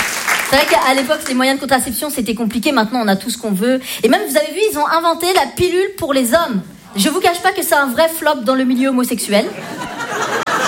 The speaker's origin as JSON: {"language": "French", "country": "Vietnam", "said": "Alors que non, je suis vietnamienne yougoslave."}